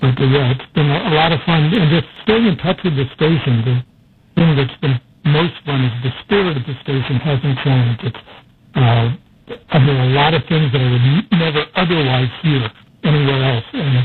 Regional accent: Virginia, United States; growing up in Virginia, also had a lot of country music, notably bluegrass as well.

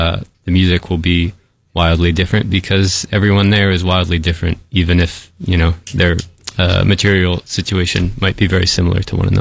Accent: Appalachia, United States

